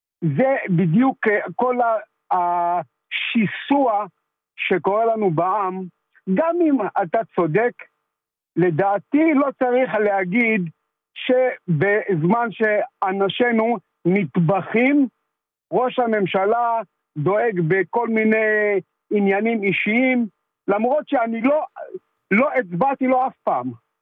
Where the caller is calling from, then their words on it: Ashdod, Southern District, Israel; אני מאשדוד.